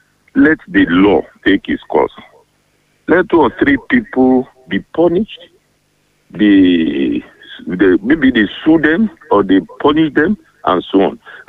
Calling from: Arigidi, Ondo, Nigeria; I'm calling from Agbaluku, Arigidi.

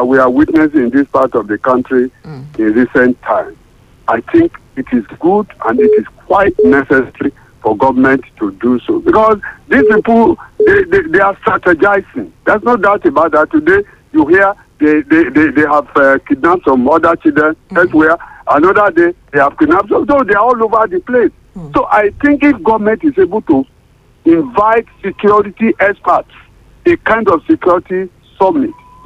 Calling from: Nigeria; what we are witnessing today in our dear country, Nigeria.

